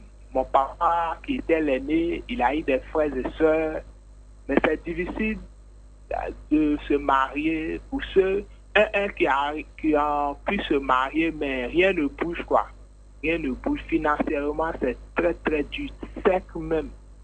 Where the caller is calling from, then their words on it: Abidjan, Côte d’Ivoire; j'appelle de Cocody.